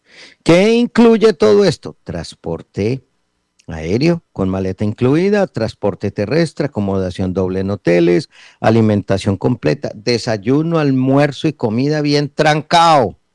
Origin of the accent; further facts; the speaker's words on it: Antioquia, Colombia; moved away; Me lo voy a llevar para Antioquia. Me lo voy a llevar para mi tierra